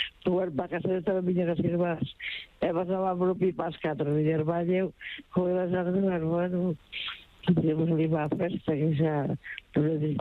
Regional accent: Agolada, Galicia, Spain; now in Poio, Spain; No, mira, que eu son de Poio agora. Son do interior da Golada.

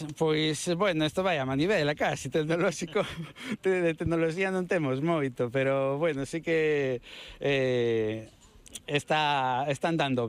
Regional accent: Galicia, Spain; da identidade galega, das festas, da danza, da música, un pouco o que nos representa nos como galegos.

